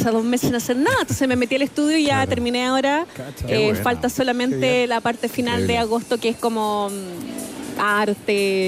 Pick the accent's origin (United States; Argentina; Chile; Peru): Chile; como somos chaqueteros los chilenos